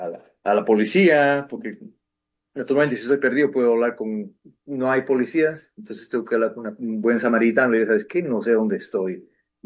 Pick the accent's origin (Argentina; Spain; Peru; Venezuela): Peru; yo soy peruano.